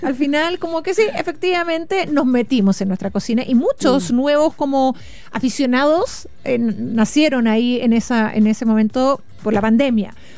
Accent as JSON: {"language": "Spanish", "town": "Osorno", "region": "Los Lagos", "country": "Chile", "tie": "born or raised there", "moved": "yes"}